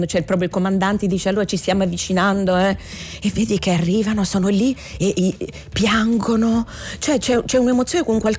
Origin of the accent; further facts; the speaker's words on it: Rome, Lazio, Italy; moved away as an adult; però sono nata a Roma, sono cresciuta a Roma, poi certo a 19 anni ho preso il volo.